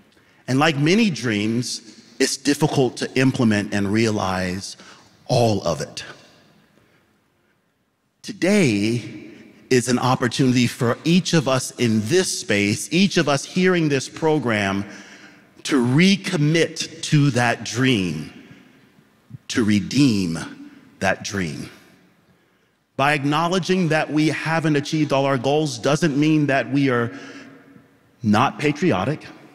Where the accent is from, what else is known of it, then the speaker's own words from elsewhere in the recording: Georgia, United States; growing up in Georgia, my first profession was as a middle school educator.